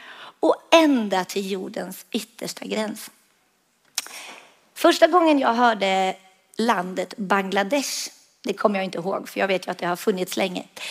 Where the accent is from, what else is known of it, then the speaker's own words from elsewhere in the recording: Sweden; Jag stod med tolken och skulle förklara att ja, vi kommer ju från Sweden.